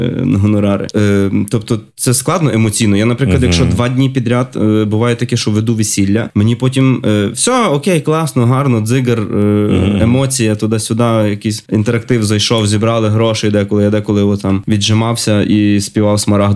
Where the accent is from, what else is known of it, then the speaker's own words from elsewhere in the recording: Lviv, Lviv Oblast, Ukraine; Я сам з Львова.